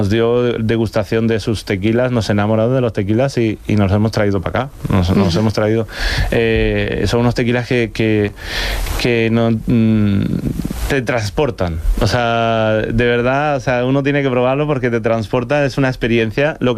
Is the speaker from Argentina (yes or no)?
no; Spain; soy español, pero yo creo que tengo corazón latino